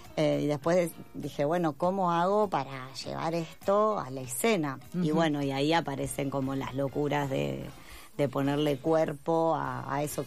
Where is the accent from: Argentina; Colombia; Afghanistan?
Argentina; Chivilcoy, Buenos Aires Province; now in Buenos Aires, Argentina; Mi mamá vive en Chivilcoy, yo soy de Chivilcoy, provincia de Buenos Aires.